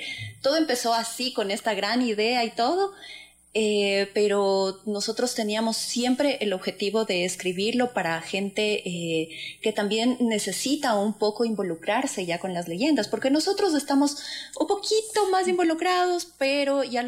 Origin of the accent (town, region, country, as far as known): Ecuador